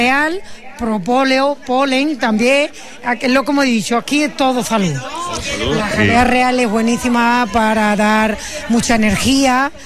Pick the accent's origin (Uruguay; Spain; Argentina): Spain; El Saucejo, Andalusia; Del Saucejo, el último pueblo que tiene la provincia de Sevilla, ahí sobre Málaga y Cádiz.